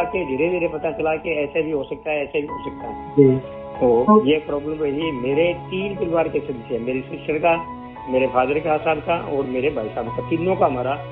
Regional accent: Hanumangarh, Rajasthan, India; मैं हनुमानगढ़ राजस्थान का रहने वाला हूँ।

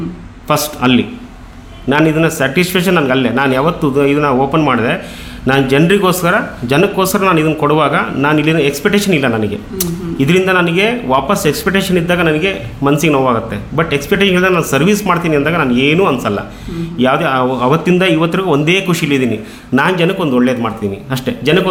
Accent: Karnataka, India

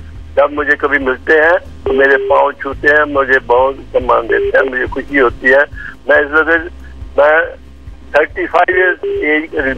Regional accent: Kathua district, Jammu and Kashmir, India; born there; मैं जम्मू संभाग से बोल रहा हूँ, नलोटा गुजरू मेरा गांव है, और मेरा जिला है कठुआ।

